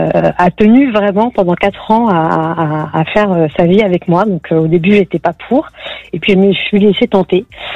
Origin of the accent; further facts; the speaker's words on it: France; born there; Moi, je suis née en France, franco-marocaine, de confession musulmane.